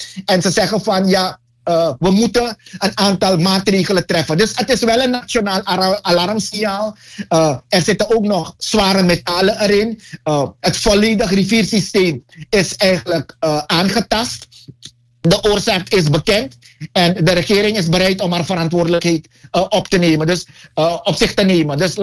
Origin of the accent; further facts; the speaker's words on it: Suriname; now in Netherlands; en als ik zeg van ik ben Surinamer, dan lijkt het alsof ik een Surinaams paspoort heb.